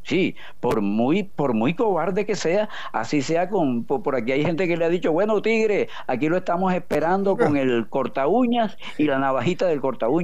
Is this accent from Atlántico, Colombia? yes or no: yes; Barranquilla, Atlántico, Colombia; como decimos acá en la costa